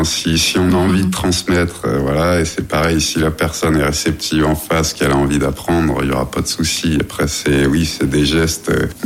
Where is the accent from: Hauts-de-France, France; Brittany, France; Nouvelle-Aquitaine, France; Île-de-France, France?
Brittany, France; chez nous, on passe Bretagne, on est sur des granites